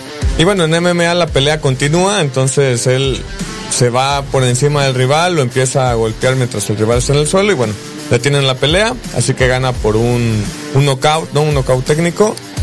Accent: Mexico

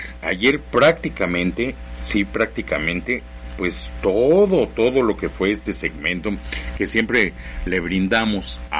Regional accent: Mexico; Creo que como mexicanos deberíamos de incluir

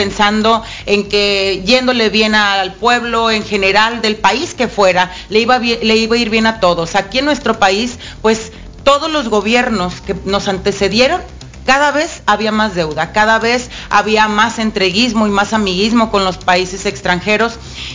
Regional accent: Tecomán, Colima, Mexico; moved away as an adult; now in Colima, Mexico; Tecomán, que de origen es mi municipio, que yo siempre les he platicado que Tecomán es mi municipio de origen

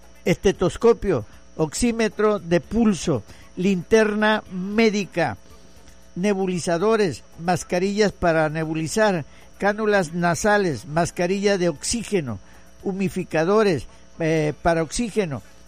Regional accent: Ciudad del Carmen, Campeche, Mexico; Somos los mexicanos, somos los carmelitas

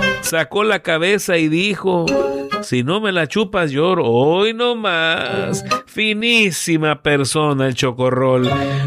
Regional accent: Colima, Mexico; Yo soy de aquí de Colima

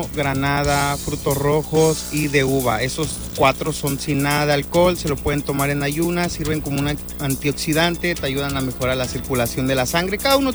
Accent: Santiago Matatlán, Oaxaca, Mexico; Nosotros venimos de Santiago Matatlán, Oaxaca. Es una región mezcalera, es en la zona de Oaxaca, es en la Sierra Madre, compadre. Es una zona, pues, de sierrita, no hay casi nada.

